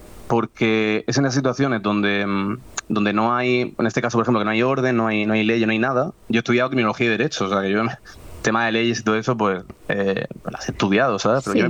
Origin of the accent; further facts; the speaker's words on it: Murcia, Region of Murcia, Spain; mi ciudad natal la conozco a la perfección.